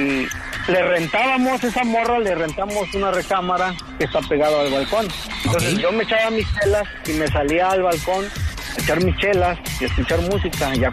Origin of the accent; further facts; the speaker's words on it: Toluca, State of Mexico, Mexico; Nosotros somos de Toluca.